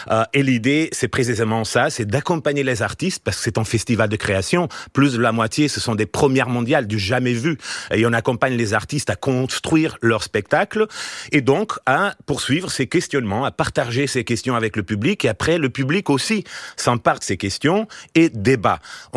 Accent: Portugal; Voilà, moi je suis portugais, donc je propose aussi cette alternative.

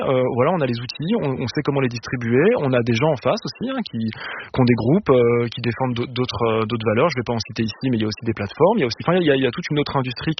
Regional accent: Lyon, Auvergne-Rhône-Alpes, France; Moi, j'ai grandi à Lyon.

